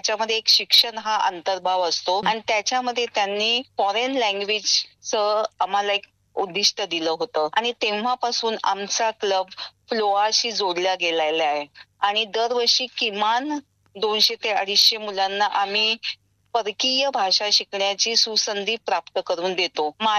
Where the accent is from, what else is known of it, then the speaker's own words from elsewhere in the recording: Mumbai, Maharashtra, India; moved away as an adult; now in Pune, India; मी मूळची मुंबईची. माझं शालेय शिक्षण आणि कॉलेजचं शिक्षण 12वी पर्यंत मुंबईतच झालं आणि परेलच्या KEM हॉस्पिटल मधून मी MBBS ची डिग्री घेतली आणि त्याच्यानंतर मी लग्नानंतर पुण्यात स्थायिक झाले